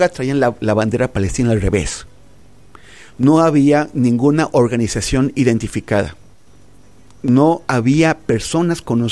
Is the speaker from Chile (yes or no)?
no; Mexico; O sea, nosotros como mexicanos, sí.